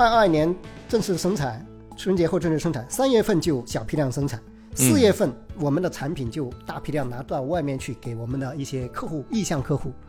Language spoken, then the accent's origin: Chinese; Guangdong, China; 用我们广东话来讲